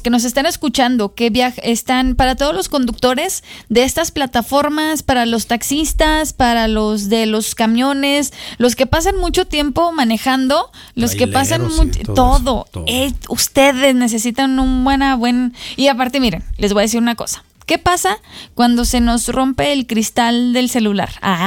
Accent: Mexico

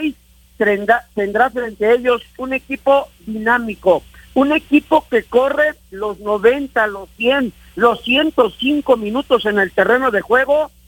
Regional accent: Mexico; Fíjese cómo somos los mexicanos

